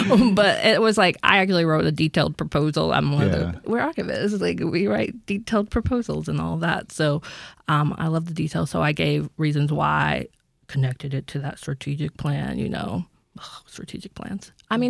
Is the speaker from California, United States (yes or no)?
no; Georgia, United States; Like, I know there's hip hop here, and I'm not even from Atlanta. I'm from North Georgia.